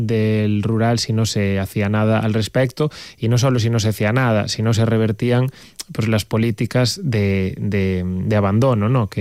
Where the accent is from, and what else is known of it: Baio, Galicia, Spain